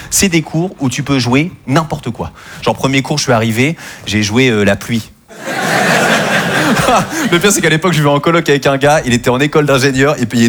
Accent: Normandy, France; moved away as an adult; moi je viens de Normandie

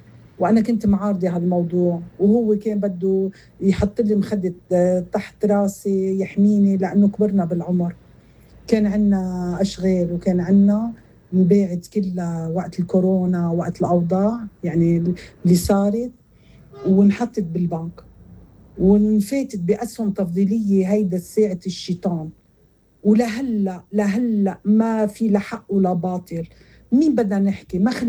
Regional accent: Lebanon; أنا مواطنة من لبنان. لبنان هالبلد اللي عايشين فيه بس نحنا مش عايشين.

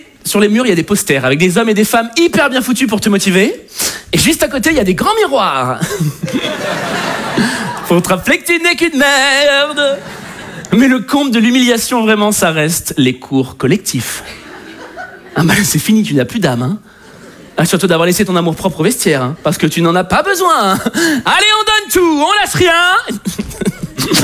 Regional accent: Paris, Île-de-France, France; Parce que je suis parisien et superficiel.

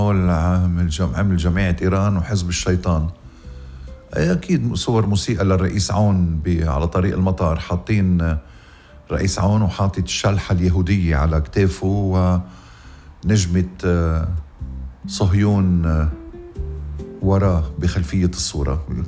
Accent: Ghazir, Mount Lebanon, Lebanon; ضيعتي الحلوة غزير

